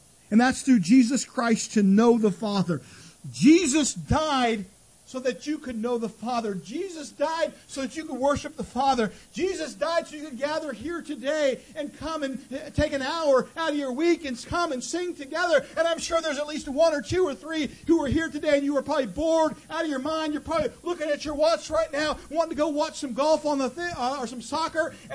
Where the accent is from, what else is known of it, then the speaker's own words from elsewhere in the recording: Temecula, California, United States; back yonder when I grew up in Temecula, California, it was a small town. That's 100,000 people there now. But back then, it was just a few thousand people, and one elementary school, and one junior high school, and no high school.